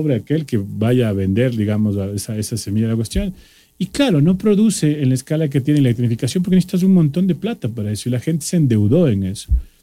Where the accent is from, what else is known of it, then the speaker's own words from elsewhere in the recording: Bolívar, Ecuador; yo vengo de la provincia de Bolívar, por ejemplo, yo quiero ir a la provincia de Bolívar